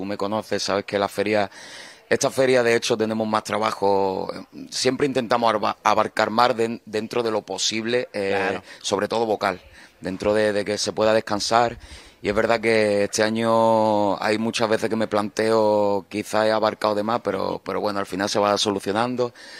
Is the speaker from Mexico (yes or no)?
no; Málaga, Andalusia, Spain; yo soy amante de mi tierra, amante de Málaga.